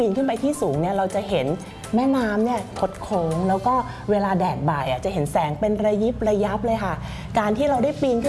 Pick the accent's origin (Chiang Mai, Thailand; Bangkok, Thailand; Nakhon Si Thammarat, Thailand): Bangkok, Thailand; เองนะคะเกิดและเติบโตในกรุงเทพเนาะบ้านก็เป็นบ้านตึกแถวเราก็ชอบเล่นมากๆเลย